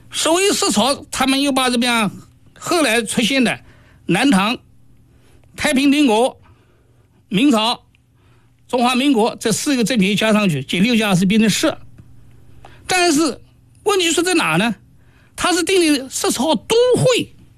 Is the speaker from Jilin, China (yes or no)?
no; Nanjing, Jiangsu, China; 我们南京人